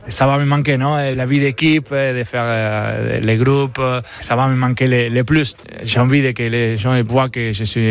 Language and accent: French; Argentina; moved away as an adult; also born or lived in Spain / Ivry; now in Montpellier, France